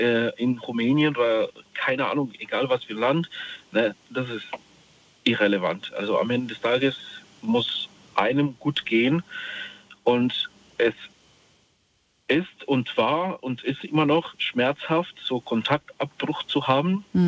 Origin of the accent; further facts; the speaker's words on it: Mainz, Rhineland-Palatinate, Germany; also ich komme aus Mainz